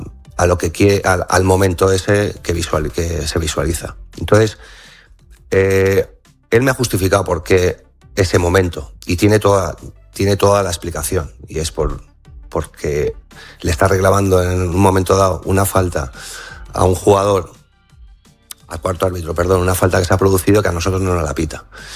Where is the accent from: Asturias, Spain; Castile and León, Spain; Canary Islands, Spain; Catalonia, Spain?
Catalonia, Spain; yo chapurreo francés porque sabéis que soy catalán y catalán sí hablo